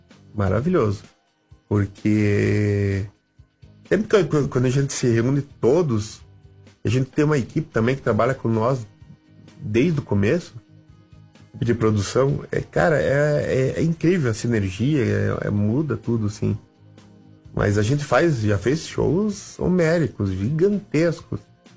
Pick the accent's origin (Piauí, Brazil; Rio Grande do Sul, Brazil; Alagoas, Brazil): Rio Grande do Sul, Brazil; now in Curitiba, Brazil; Eu sou gaúcho, como perder identidade, meio bairrista ainda, né? Tu vê, depois virei bairrista curitibano, hoje eu sou curitibano.